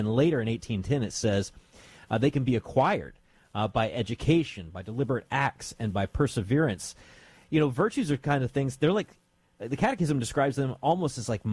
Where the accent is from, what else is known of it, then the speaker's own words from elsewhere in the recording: the South, United States; Well, we're a morning show, and I'm from the South, so I like the idea of men of grits as well.